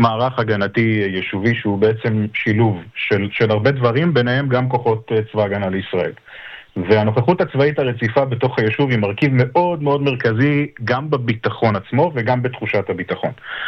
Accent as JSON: {"language": "Hebrew", "town": "Netivot", "region": "Southern District", "country": "Israel", "lives_now": "Nahal Oz, Israel", "said": "מהעיר נתיבות."}